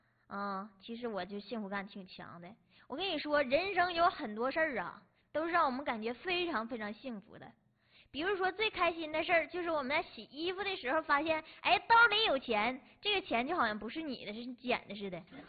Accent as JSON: {"language": "Chinese", "region": "Northeast China", "country": "China", "said": "咱是东北人嘛，对不对？"}